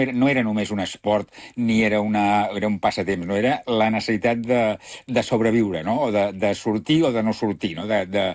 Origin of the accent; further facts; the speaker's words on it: Reus, Catalonia, Spain; Però sí que és cert que quan jo era petit, a Reus hi havia, i de fet a molts llocs de Catalunya passava, hi havia matinals de boxa